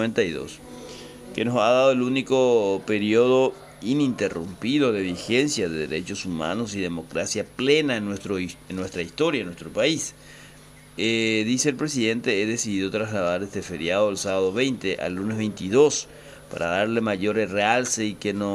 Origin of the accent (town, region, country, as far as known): Paraguay